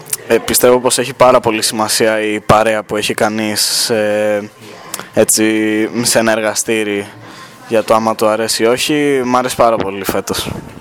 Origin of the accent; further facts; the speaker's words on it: Ermoupoli, South Aegean, Greece; Εγώ είμαι … είμαι από τη Σύρο, από την Ερμούπολη.